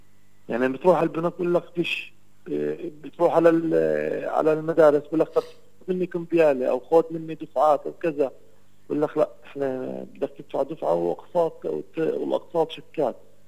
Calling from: Nablus, West Bank, Palestine

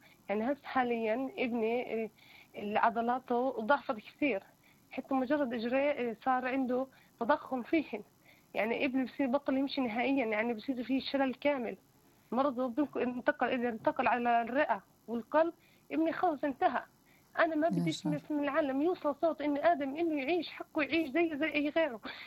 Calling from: a village in Jenin district, West Bank, Palestine; أنا من قرية قضاء جنين اسمها المطلة.

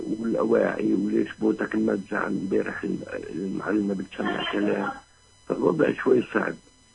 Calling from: Beitunia, Ramallah and al-Bireh Governorate, Palestine; أنا منطقة رام الله بتونيا.

